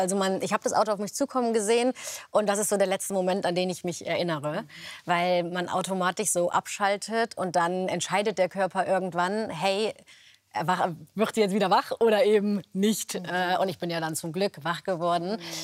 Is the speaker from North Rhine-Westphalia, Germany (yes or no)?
yes; Cologne, North Rhine-Westphalia, Germany; born there; weil ich bin gebürtige Kölnerin, meine Familie, meine Freunde sind alle aus Köln.